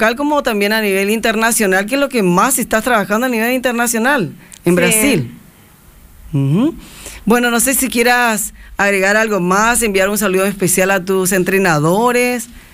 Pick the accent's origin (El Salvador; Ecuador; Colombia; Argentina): Argentina; born there; moved away; yo estudié en la Argentina, hice toda mi primaria allá y se jugaba mucho vóley. Cuando me vine a Paraguay